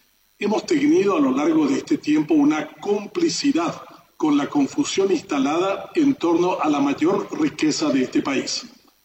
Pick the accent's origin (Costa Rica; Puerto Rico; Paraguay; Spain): Paraguay; los paraguayos somos